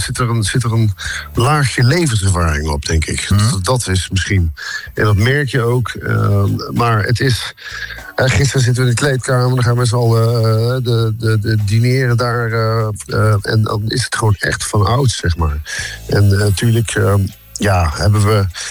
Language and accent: Dutch; Waalwijk, North Brabant, Netherlands; En al die mensen, en waar heel veel bekenden, ook uit Waalwijk, waar ik opgegroeid ben.